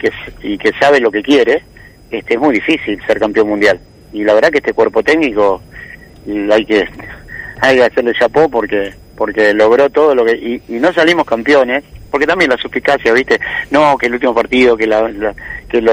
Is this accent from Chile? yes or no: no; Argentina; ser argentino